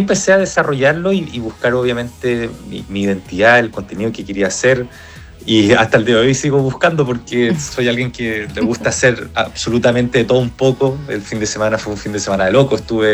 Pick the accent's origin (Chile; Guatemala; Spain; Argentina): Chile; Entonces estoy todavía en esa campaña de convencer de que soy chileno